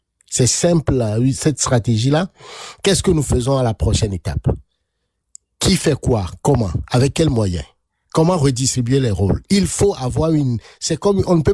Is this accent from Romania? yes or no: no; Togo; en tant que Togolais